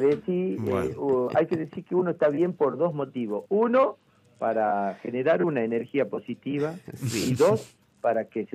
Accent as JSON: {"language": "Spanish", "town": "Famaillá", "region": "Tucumán", "country": "Argentina", "said": "yo soy del interior, soy de Tucumán. Uh-huh. Y de Tucumán soy del interior, soy de Famayá."}